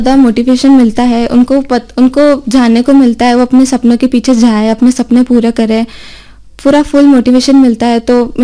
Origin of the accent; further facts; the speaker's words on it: Mount Abu, Rajasthan, India; moved away as an adult; now in Udaipur, India; मैं मोहनलाल सुखाड़िया से visual department की स्टूडेंट हूँ। मैं माउंट आबू की रहने वाली हूँ, मैंने स्कूलिंग भी केंद्रीय विद्यालय माउंट आबू से करा है।